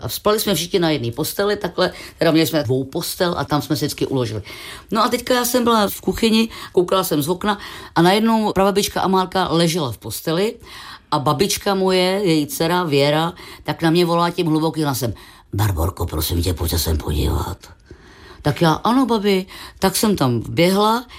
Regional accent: České Budějovice, South Bohemian Region, Czechia; Já když jsem byla malá, byly mi tak asi 4-5 let, tak jsem vyrůstala v Herečáku, v hereckém baráku v Českých Budějicích a měli jsme malý byt

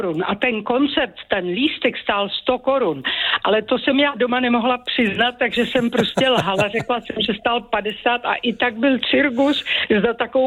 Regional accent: Prague, Czechia; Byla jsem v Praze, protože jsem rodilej Pražák

